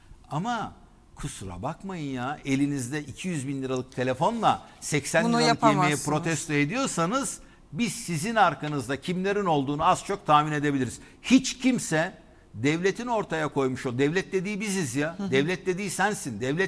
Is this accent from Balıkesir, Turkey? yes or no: yes; Balıkesir, Turkey; bizim köyde Balıkesir'de kahve 20 lira, çay 20 lira kardeşim.